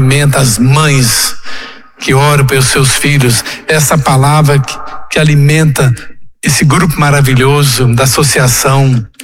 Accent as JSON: {"language": "Portuguese", "region": "Southeast", "country": "Brazil", "moved": "yes", "lives_now": "Ituporanga, Brazil", "said": "Mas eu que sou do Sudeste"}